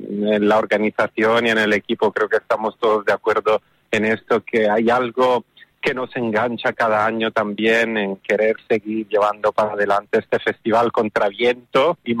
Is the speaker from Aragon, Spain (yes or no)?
no; Tarifa, Andalusia, Spain; Spanish is a second language; Yo en mi caso soy italiano, pero me dicen tarifaliano porque crecí en Tarifa desde los 10 años, así que me siento más tarifeño que italiano a veces, pero el acento también me delata.